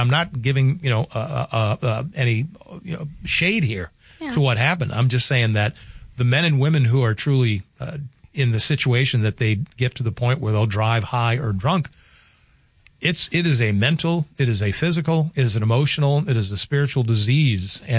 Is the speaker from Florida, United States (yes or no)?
no; Louisiana, United States; now in North Dakota, United States; my home state of Louisiana